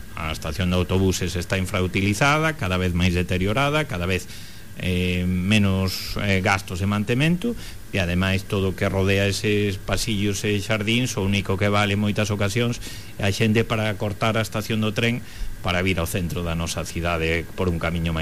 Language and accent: Galician; Vilagarcía de Arousa, Galicia, Spain; eu que defendo os seus intereses, eu sen que son de Vila García, defendo os intereses de Vila García.